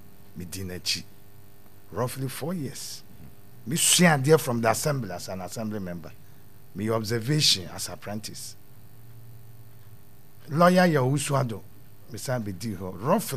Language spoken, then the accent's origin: English; Ghana; This is my hometown. I started school here, went to Presby, went to St. Peter, went to Cape Coast and came back, went to University of Kwame Nkrumah University of Science and came back. So I'm staying here.